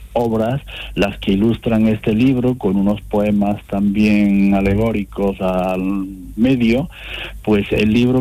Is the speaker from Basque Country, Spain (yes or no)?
no; Fuente Vaqueros, Andalusia, Spain; born there; la tierra de Federico, que es mi tierra, la tierra donde nacimos